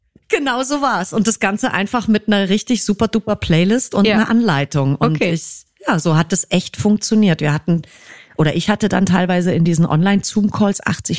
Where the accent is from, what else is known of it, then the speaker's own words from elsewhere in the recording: Fürstenfeldbruck, Bavaria, Germany; Fürstenfeldbruck, also in meiner alten Heimat.